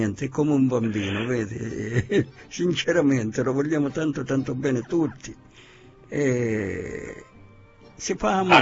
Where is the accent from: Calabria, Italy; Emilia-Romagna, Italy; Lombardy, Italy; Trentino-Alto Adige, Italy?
Calabria, Italy; Cosoleto; carissimo amico e sindaco di Cosoleto, il dottore Angelo, il quale, come ho detto, è il sindaco del mio paese.